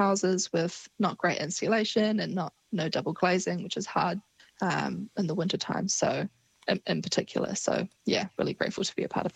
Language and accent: English; Dunedin, Otago, New Zealand; I am an Otipoti Dunedin girl through and through. I was born here and I have moved out of here since.